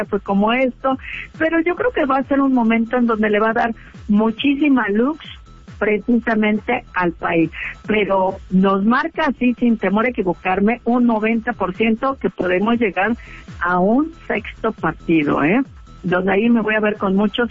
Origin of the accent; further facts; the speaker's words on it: Mexico; nosotros como mexicanos